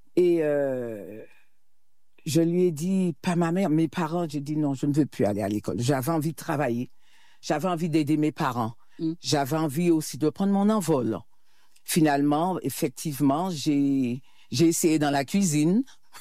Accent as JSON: {"language": "French", "town": "Le Diamant", "country": "Martinique", "said": "Alors, le lien, c'est vrai, je suis issue du Diamant et j'aime à dire, je fais partie de cette belle commune du Diamant, dans le rocher du Diamant."}